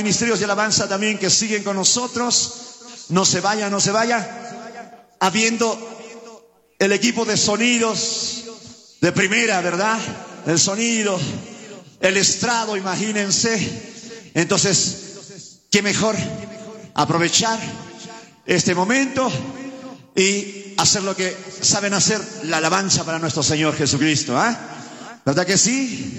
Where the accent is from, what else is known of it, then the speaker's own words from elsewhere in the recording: Puno, Peru; Ahora quedamos los hermanos, hermanas que somos de Juli o de Ilave, ¿verdad? De Puno.